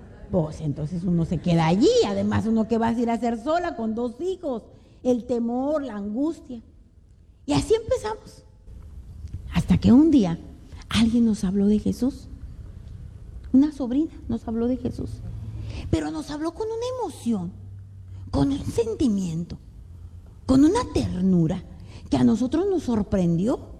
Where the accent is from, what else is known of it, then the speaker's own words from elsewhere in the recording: Monterrey, Nuevo León, Mexico; yo soy de Monterrey, donde uno come cabrito, carne, salsa, tortillas, cosas sabrosas.